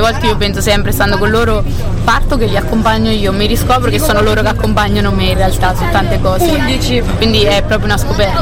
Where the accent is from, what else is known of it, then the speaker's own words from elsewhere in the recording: Macerata, Marche, Italy; now in Montecassiano, Italy; Di Macerata, cioè vivo a Montecassiano ma di Macerata.